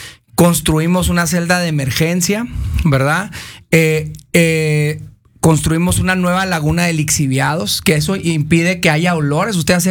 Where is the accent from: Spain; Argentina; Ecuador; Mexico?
Mexico; Chihuahua; como somos los chihuahuenses